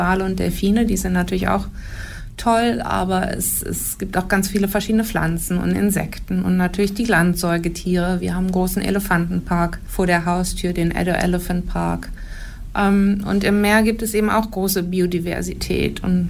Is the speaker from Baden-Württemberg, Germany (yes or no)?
no; Göttingen, Lower Saxony, Germany; moved away as an adult; also born or lived in Swansea; now in South Africa; ich bin in Göttingen geboren und aufgewachsen, zur Schule gegangen, habe da mein Abi fertig gemacht und bin dann aber zum Studium der Meeresbiologie schon nach England gegangen, habe an der Swansea University studiert für 3 Jahre